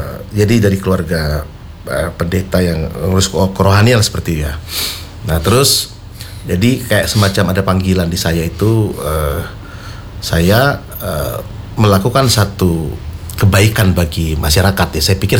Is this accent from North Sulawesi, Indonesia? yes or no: yes; North Sulawesi, Indonesia; born there; also born or lived in Jakarta; now in Semarang, Indonesia; saya lahir dalam suku Minahasa atau Manado, Sulawesi Utara.